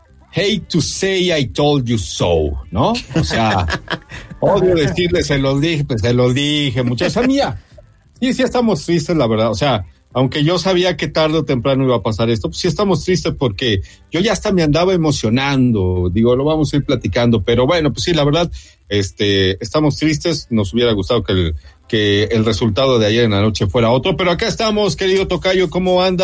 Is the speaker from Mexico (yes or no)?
yes; Mexico; La verdad es que ustedes saben que yo soy un mal mexicano, ¿no? Soy mal mexicano, no me gustan los esquites